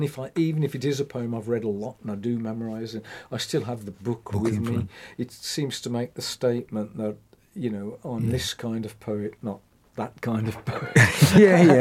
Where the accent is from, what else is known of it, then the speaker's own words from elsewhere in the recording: West Midlands, United Kingdom; accent: Black Country; my accent, although it's still there, I think anybody'd know I'm from the Black Country, has modified over the years.